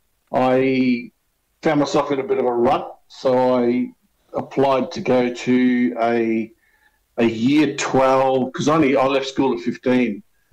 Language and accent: English; Thursday Island, Queensland, Australia; because I grew up on Thursday Island. I could speak Pidgin and Creole.